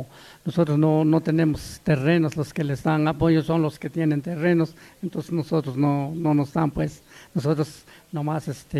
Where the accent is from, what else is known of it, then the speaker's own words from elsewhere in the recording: Puebla, Mexico; Pues yo vengo de la Sierra de Puebla, Sierra Negra de Puebla, que se llama es San Pablo Xoquitlán, es mi municipio, y mi pueblo es de San Antonio Catepec, y soy de allá y vengo de 8 horas de camión